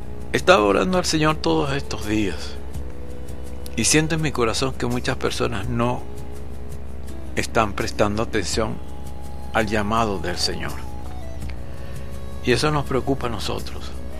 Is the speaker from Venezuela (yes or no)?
yes; Venezuela